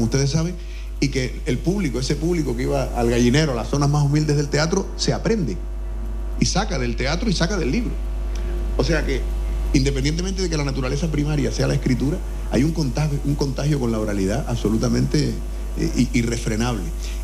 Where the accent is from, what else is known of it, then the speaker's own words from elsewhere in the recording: Artenara, Canary Islands, Spain; unos compañeros míos, entre los que está José Miguel Pereira, estuvo por mi pueblo de Artenara